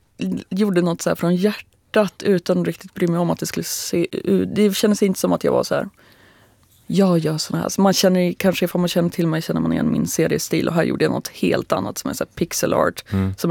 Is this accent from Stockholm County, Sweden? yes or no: no; Kramfors, Västernorrland County, Sweden; Kramfors är platsen där jag växte upp. Det är en liten bruksort.